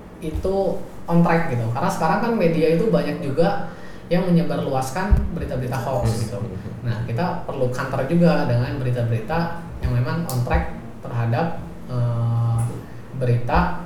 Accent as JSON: {"language": "Indonesian", "region": "West Java", "country": "Indonesia", "said": "Jadi kalau bahasa Sundanya, karena kita Sunda banget ya gitu ya"}